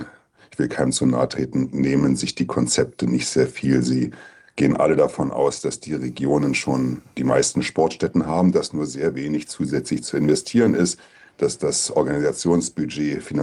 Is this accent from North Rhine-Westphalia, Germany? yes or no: no; Berlin, Germany; born there; now in Hamburg, Germany; Natürlich hätte ich als Berliner am liebsten das in Berlin